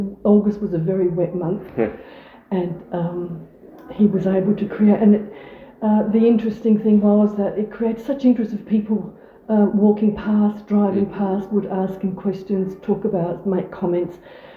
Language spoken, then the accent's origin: English; Greece; now in Australia; Australia is a multicultural country. We can't escape that. We're all immigrants. I'm an immigrant from Greece many years ago.